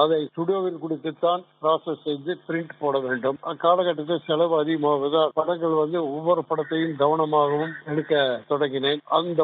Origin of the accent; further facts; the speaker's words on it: Thookkanaickenpalayam, Tamil Nadu, India; now in Coimbatore, India; எனது சொந்த ஊர் சத்தியமங்கலத்துக்கு கிழக்கே உள்ள தூக்கணாக்கம்பாளையம் என்னும் ஊராகும். நான் கோயம்புத்தூரில் படித்துவிட்டு கோயம்புத்தூரில் தங்கியுள்ளேன்.